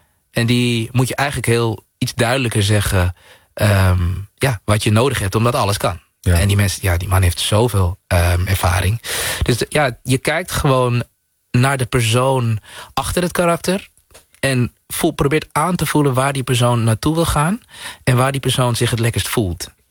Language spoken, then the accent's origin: Dutch; Zaandam, North Holland, Netherlands; de plek waar ik vandaan kom, Zaandam, en de omgeving waar ik heb gewoond, heb je jongens van de straat